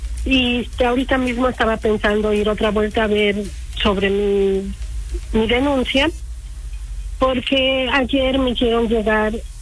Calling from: Tlachichuca, Puebla, Mexico; soy de Tlalichuca

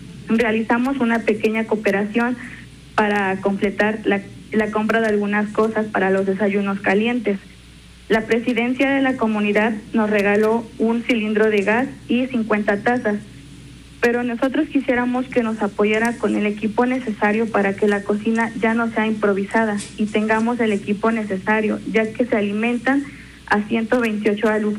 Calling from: Aguazotepec, Puebla, Mexico; De Aguazotepec, Puebla.

